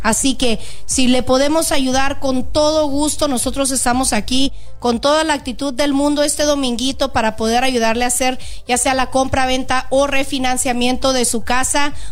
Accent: Autlán, Jalisco, Mexico; moved away; yo soy de Jalisco, de Autlán, Jalisco, de ahí mero soy yo.

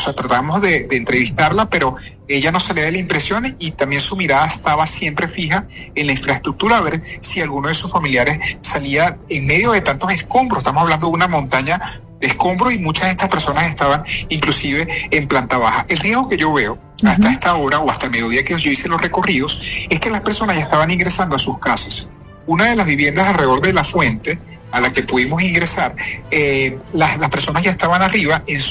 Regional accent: Maturín, Monagas, Venezuela; yo soy de Oriente, soy de Maturín

